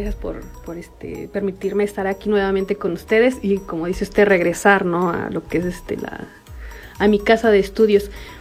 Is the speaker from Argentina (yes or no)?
no; El Meje, Hidalgo, Mexico; esto ya es más de parte de la comunidad donde soy yo, del Meje, del municipio del Arenal